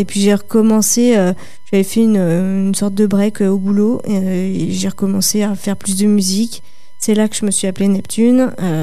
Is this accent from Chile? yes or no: no; Vénissieux, Auvergne-Rhône-Alpes, France; Moi, j'habitais à Vénissieux, j'ai grandi à Vénissieux pendant 25 ans.